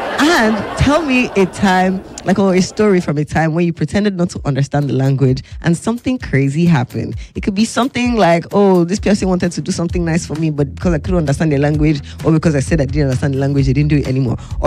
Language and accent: English; Nigeria; accent: Yoruba; But you'll be able to hear some of the English words or English phonetics in my Yoruba accent.